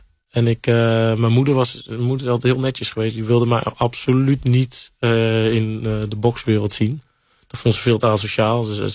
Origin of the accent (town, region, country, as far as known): Utrecht, Netherlands; born or raised there